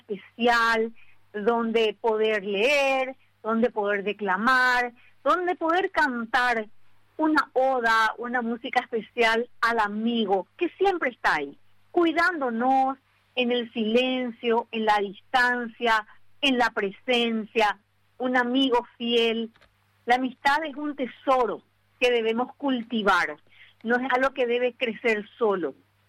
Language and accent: Spanish; Paraguay; born or raised there